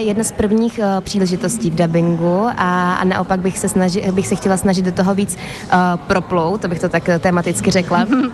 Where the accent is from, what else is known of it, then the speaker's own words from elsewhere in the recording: Cheb, Karlovy Vary Region, Czechia; Já jsem původně z Chebu, takže k západu Čech mám jako blízko. Jezdili jsme sem na výlety s maminkou, se školou